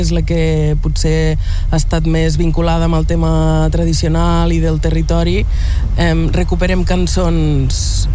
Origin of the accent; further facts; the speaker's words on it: Catalonia, Spain; som tres noies de Ponent, de la nostra terra